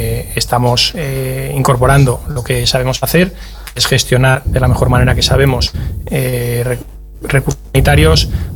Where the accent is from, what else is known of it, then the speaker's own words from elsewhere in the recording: Castile, Spain; Nosotros somos de Castilla, somos de aquí, la hemos vivido siempre, sabemos cómo es esta comunidad